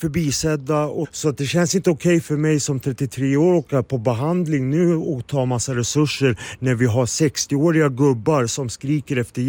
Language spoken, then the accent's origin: Swedish; Solna, Stockholm County, Sweden; jag är från Solna från början och jag har världens vackraste familj, en jättestor, en bosnisk mamma